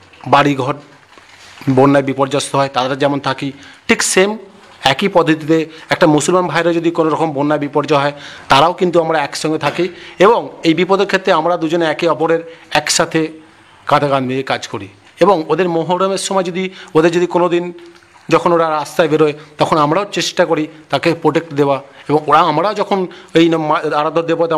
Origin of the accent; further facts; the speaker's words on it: Mansinghpur, West Bengal, India; born there; আমাদের রথ আছে মানসিংহপুর গ্রামের ঐতিহ্য, যেটা আমরা ছোটো থেকে দেখে আসছি।